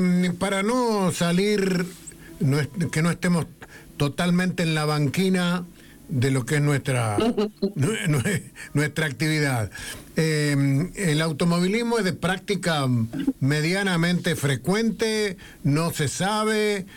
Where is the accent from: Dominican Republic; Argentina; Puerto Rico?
Argentina; A ver, como argentinos que somos, que queremos ganar todo, porque nos gusta ganar